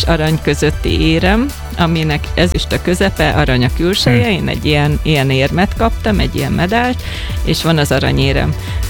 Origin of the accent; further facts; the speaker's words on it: Hungary; now in England; én magyar vagyok